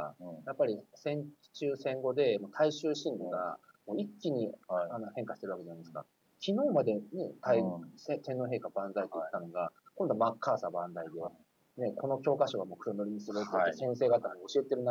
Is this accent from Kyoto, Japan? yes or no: no; Kasugai, Aichi, Japan; moved away as an adult; その地元の春日井市ですね、